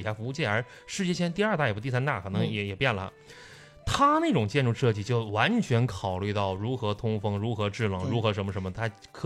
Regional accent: Northeast China, China; moved away; 我们老家呀、我的老家就是号称叫老东北工业基地。

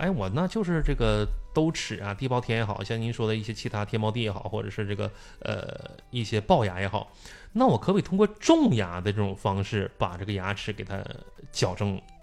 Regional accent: Northeast China, China; accent: Northeastern Mandarin; 我们东北话顶到上牙膛子了，

